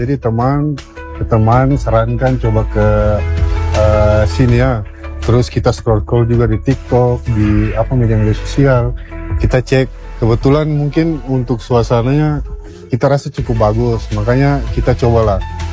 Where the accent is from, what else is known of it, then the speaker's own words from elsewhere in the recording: Ambon, Maluku, Indonesia; Kebetulan saya asli dari Ambon.